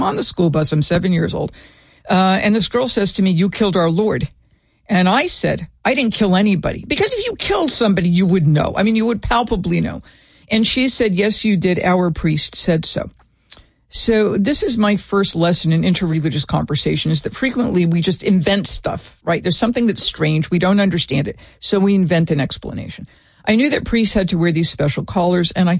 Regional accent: North Dartmouth, Massachusetts, United States; I grew up in North Dartmouth, Massachusetts. So if you know the neighbor, it's in between New Bedford and Fall River, or New Bedford and Fall River. And it was predominantly Portuguese Roman Catholic.

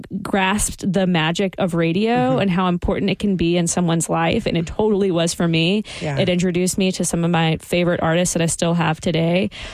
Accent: Mobile, Alabama, United States; moved away; I'm from Mobile, Alabama.

